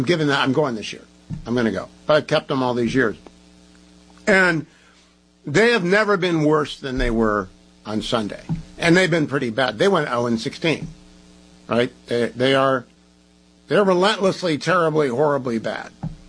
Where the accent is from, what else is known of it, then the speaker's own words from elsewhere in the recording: Warren, Ohio, United States; I'm from Warren, Ohio, about 45 minutes south of the lake, and about an hour from Cleveland.